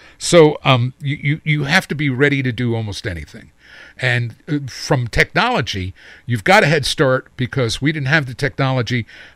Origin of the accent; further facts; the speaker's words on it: New York City, New York, United States; He was from Brooklyn. I was from the Bronx.